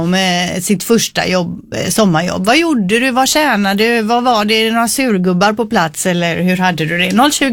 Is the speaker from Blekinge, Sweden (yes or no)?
yes; Ronneby, Blekinge, Sweden; Och de pengarna gav jag på, la jag på marknaden i Ronneby där jag växte upp.